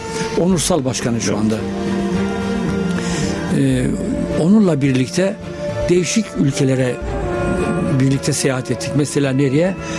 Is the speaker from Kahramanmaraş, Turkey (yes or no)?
no; Kırıkhan, Hatay, Turkey; now in Ankara, Turkey; Hataylıyım